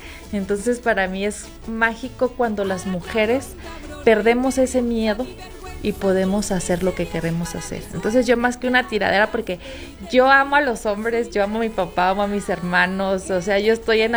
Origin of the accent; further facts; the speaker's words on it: Zinapécuaro, Michoacán, Mexico; Sinapecuaro, Michoacán.